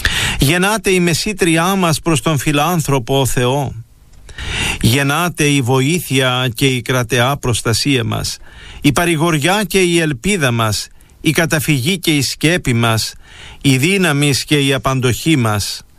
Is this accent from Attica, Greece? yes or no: no; Crete, Greece; Στην Κρήτη, στην πατρίδα μου, εκεί στην ανατολική εσχατιά του νησιού